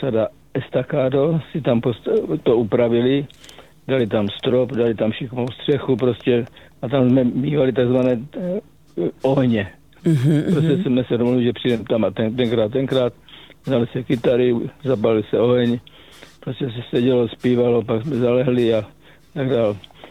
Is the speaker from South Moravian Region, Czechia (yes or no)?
yes; South Moravian Region, Czechia; a já jsem tam z Jižní Moravy, takže na víkendy jsme nepravidelně jezdili domů